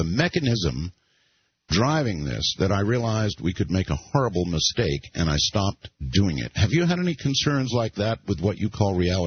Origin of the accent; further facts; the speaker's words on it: Nevada, United States; Howard, from my home state in Nevada, you're on the air